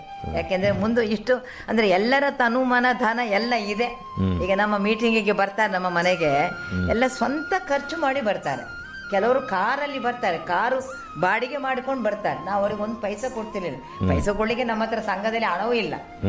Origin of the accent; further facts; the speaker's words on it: Karnataka, India; ಆದ್ರೆ ನಮ್ಮ ಊರಲ್ಲಿ ಈ ಬೋಳೂರಲ್ಲಿ ಹುಡುಗಿಯರಿಗಾಗಿ ಯಕ್ಷಗಾನ ಕಲಿಸೋರು ಯಾರೂ ಇರ್ಲಿಲ್ಲ.